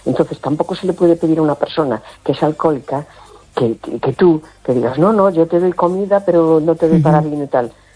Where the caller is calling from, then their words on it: A Coruña, Galicia, Spain; de La Coruña.